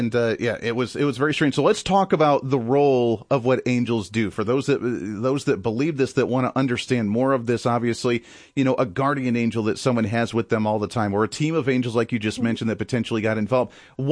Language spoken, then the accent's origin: English; Ohio, United States; when I was growing up in Ohio.